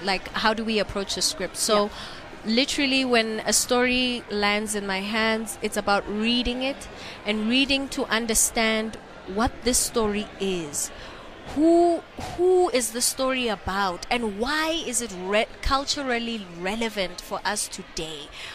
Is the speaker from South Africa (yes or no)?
yes; South Africa; being a South African actress on a South African set